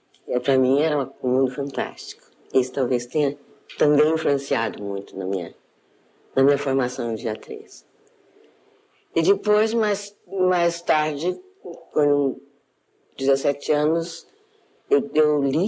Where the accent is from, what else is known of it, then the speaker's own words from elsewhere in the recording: Rio de Janeiro, Brazil; born there; also born or lived in Minas Gerais; eu nasci aqui no Rio de Janeiro, no Engenho de Dentro. E meu pai tinha um pequeno sítiozinho, uma fazendola no interior de Minas. E fui para lá muito pequenininha, com meses para lá. E ali cresci, voltei para o Rio de Janeiro quando tinha 8 anos de idade.